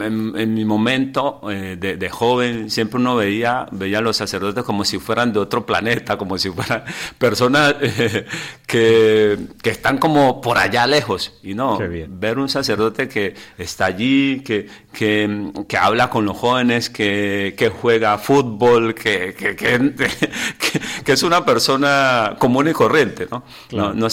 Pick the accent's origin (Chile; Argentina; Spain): Spain; Las Palmas, Canary Islands; aquí he ido en varias ocasiones porque yo soy de Las Palmas.